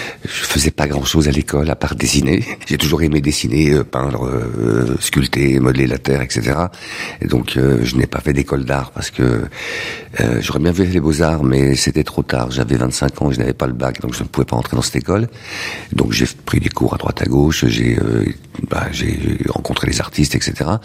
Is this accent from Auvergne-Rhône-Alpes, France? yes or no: yes; Lyon, Auvergne-Rhône-Alpes, France; J'ai grandi dans le vieux Lyon, donc j'ai toujours vu l'image de Guignol.